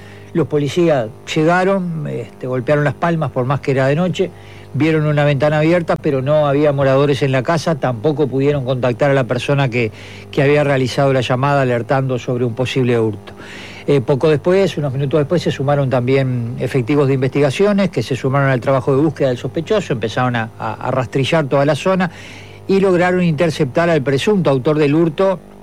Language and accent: Spanish; Canelones, Uruguay; Calpis remolacha cuando era jovencito, como todo canario allá en el pueblo.